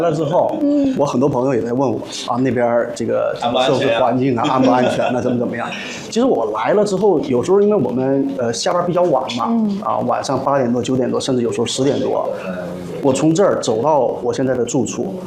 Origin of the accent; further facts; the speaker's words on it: Dalian, Liaoning, China; moved away; 我从大连过来。